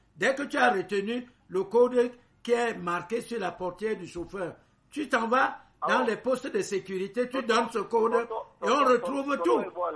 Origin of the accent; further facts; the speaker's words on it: Cameroon; Nous sommes Camerounais